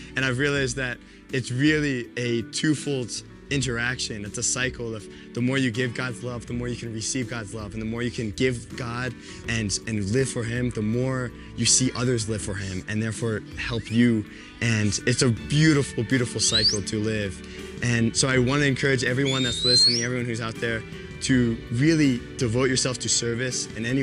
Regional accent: New York, United States; I'm from New York.

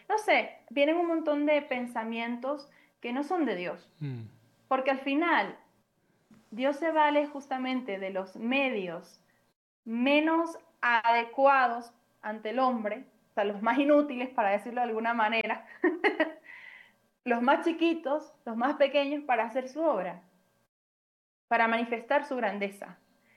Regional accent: Venezuela; moved away as an adult; como venezolanos, sabes todas las situaciones que hemos tenido que afrontar

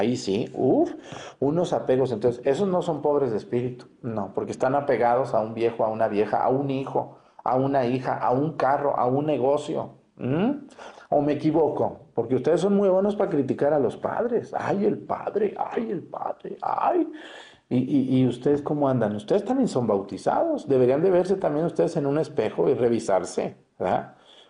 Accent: Mexticacán, Jalisco, Mexico; now in Guerrero, Mexico; Ahí en mi pueblo

